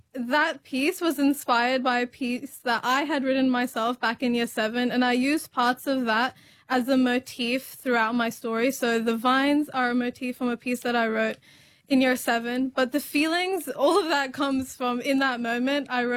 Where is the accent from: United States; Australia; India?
Australia; I grew up in Australia knowing that I was very privileged to live this life and to have citizenship that protects me